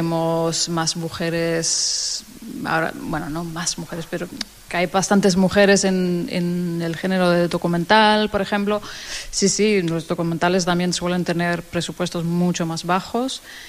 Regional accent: Denmark; Spanish is a second language; moved away as an adult; now in Barcelona, Spain; lo he mantenido en 20 años, todo el tiempo que he estado aquí viviendo en Barcelona, porque yo soy de Dinamarca

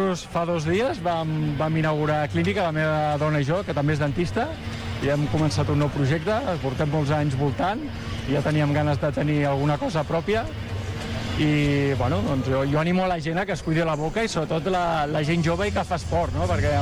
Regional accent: Barcelona, Catalonia, Spain; now in Badalona area, Spain; jo vaig néixer, em vaig criar a Barcelona

